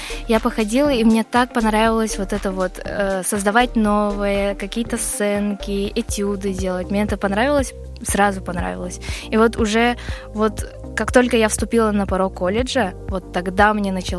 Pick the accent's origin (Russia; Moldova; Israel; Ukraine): Russia; Yakutsk, Sakha Republic; moved away as an adult; now in Mirny, Russia; я из Якутска, вообще город Якутск, он сам большой